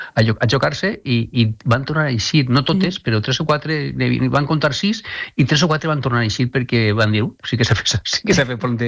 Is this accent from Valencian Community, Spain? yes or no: yes; Alcoy, Valencian Community, Spain; jo soc d'Alcoi, parlant amb els amics, familiars d'Alcoi